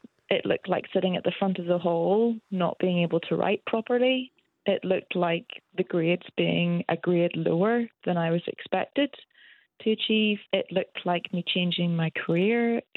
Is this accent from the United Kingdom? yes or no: yes; Northern Ireland, United Kingdom; I grew up in Northern Ireland.